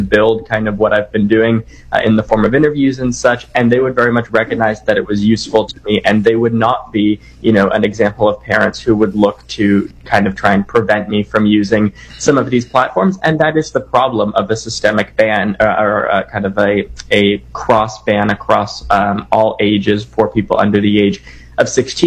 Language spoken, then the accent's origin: English; Canada; Yeah, or my home country of Canada either